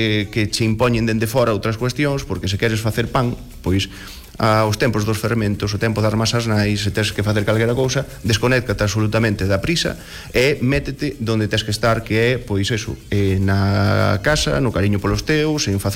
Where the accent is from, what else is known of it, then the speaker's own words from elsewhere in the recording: Palas de Rei, Galicia, Spain; eu que son da Ulloa, son de Palas